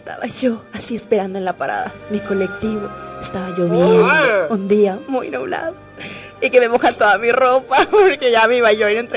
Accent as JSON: {"language": "Spanish", "town": "Tuxtla Gutiérrez", "region": "Chiapas", "country": "Mexico", "said": "Yo soy chiapaneca 100%."}